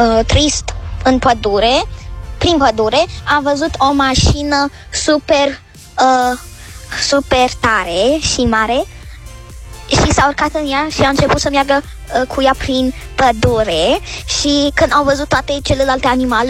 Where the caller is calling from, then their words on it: Bucharest, Romania; din București, am 8 ani